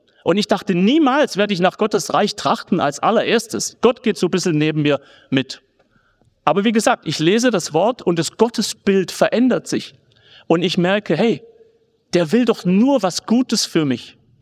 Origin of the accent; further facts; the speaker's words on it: Gaildorf, Baden-Württemberg, Germany; Meine Mutter Religionsunterricht in Geildorf, wo ich herkomme, im Schwabenland.